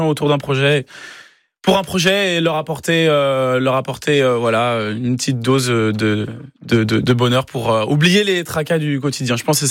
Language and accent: French; Brittany, France; je suis très fier aussi d'où je viens, le pays de Redon.